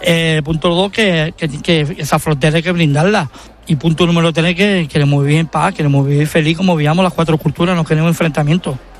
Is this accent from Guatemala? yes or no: no; Spain; Yo soy muy español y daría mi vida por España, pero si es verdad que soy de religión musulmana, no tiene nada que ver. Pero yo soy español de pura cepa